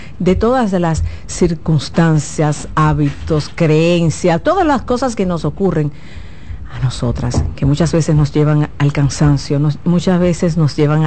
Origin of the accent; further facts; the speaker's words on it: Dominican Republic; Como buena dominicana soy muy puntual